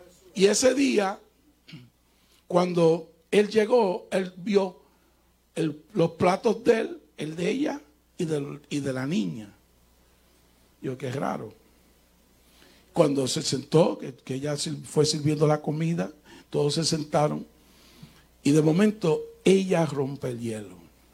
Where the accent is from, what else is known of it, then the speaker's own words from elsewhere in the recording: Puerto Rico; moved away; also born or lived in Hawaii; Yo soy de Puerto Rico también.